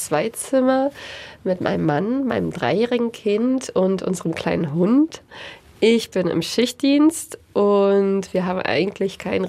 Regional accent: Ukraine; now in Germany; Ich komme aus der Ukraine ursprünglich

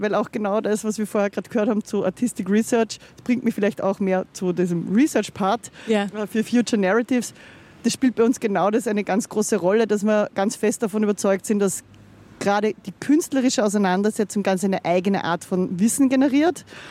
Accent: Linz, Upper Austria, Austria; Naja, ich bin auch ein bisschen mit dem aufgewachsen, muss ich sagen. Ich bin in Linz aufgewachsen

